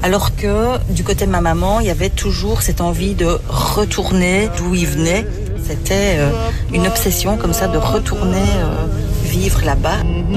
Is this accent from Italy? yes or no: yes; Italy; accent: Italian; French is a second language; parce qu'ils entendent mon accent italien, ils disent que c'est un accent du Nord.